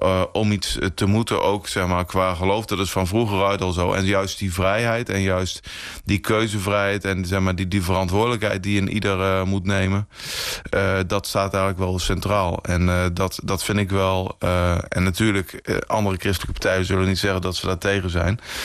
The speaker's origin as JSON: {"language": "Dutch", "town": "IJsselmuiden", "region": "Overijssel", "country": "Netherlands", "tie": "born or raised there", "said": "Ja, kijk, ik kom uit IJsselmuiden-Kampen. Dus ik ben ook nog steeds kerkelijk actief. Wel echt in een christelijke gemeenschap opgegroeid."}